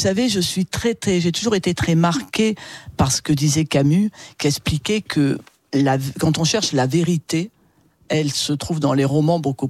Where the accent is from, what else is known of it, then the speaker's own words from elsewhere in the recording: Marseille, Provence-Alpes-Côte d'Azur, France; je suis marseillaise, je ne connais personne